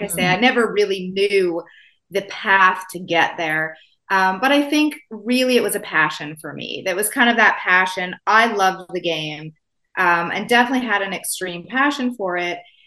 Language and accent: English; Winnipeg, Manitoba, Canada; as you said, I grew up in Winnipeg.